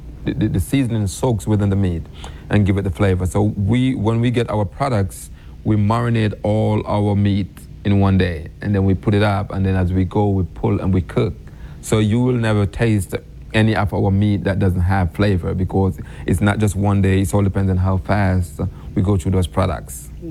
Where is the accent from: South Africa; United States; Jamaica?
Jamaica; born there; moved away; I'm a Jamaican. I was born in Jamaica.